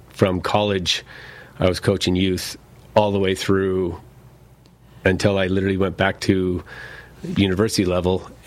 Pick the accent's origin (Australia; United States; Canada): Canada; Vancouver, British Columbia; Vancouver.